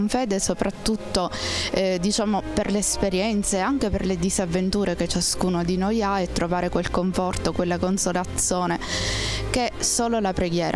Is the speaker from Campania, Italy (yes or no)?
no; Adrano, Sicily, Italy; Da Adrano, provincia di Catania.